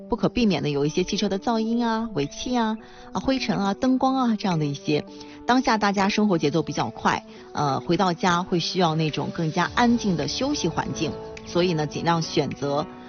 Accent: China; 就是自古以来我们中国人都喜欢临水而居

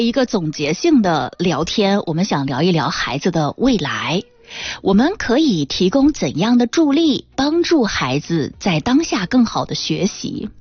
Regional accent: China; 对于我们中国人来说呢

